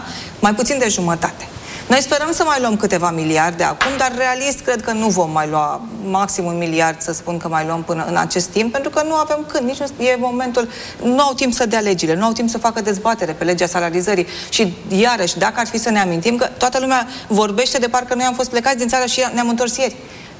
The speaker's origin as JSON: {"language": "Romanian", "country": "Romania", "said": "putem să spunem că programul este un eșec pentru că noi suntem români"}